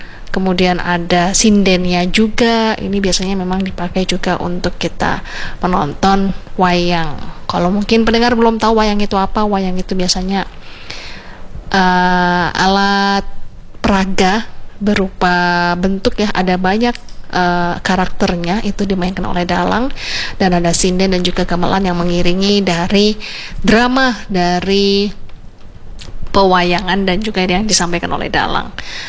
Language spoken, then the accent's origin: Indonesian; Java, Indonesia; orang Jawa dari kecil sudah terbiasa dengan mendengarkan lagu-lagu dari perahu layar ini